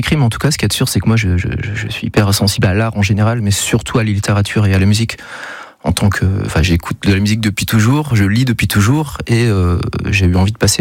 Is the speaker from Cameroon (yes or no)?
no; Monistrol-sur-Loire, Auvergne-Rhône-Alpes, France; moved away as an adult; also born or lived in Saint-Étienne / Paris region; J'ai pas grandi à Saint-Étienne. Hein. J'ai grandi à Monistrol-sur-Loire. Mais j'y ai fait mes études.